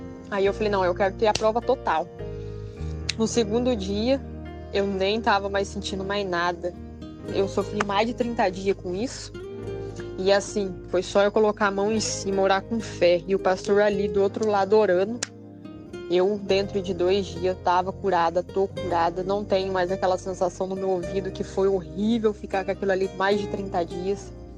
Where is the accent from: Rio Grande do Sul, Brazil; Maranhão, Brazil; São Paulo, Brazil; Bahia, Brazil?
São Paulo, Brazil; Estiva Gerbi; sou aqui de Estivagerbe e eu tenho um testemunho para contar aí para edificar a fé de muitos.